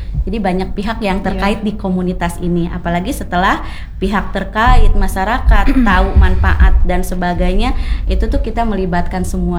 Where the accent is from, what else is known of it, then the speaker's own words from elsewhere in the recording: Tegalongok, Indonesia; terutama di desa saya pribadi di Tegalongok, jadi kita juga berkolaborasi sama Posyandunya juga